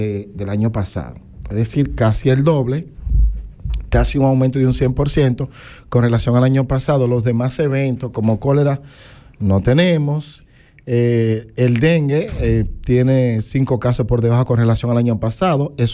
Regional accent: Dominican Republic; La prima, decimos la prima como dominicano

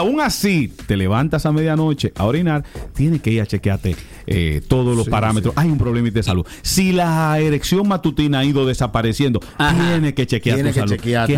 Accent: Costa Rica; No, pues soy tico.

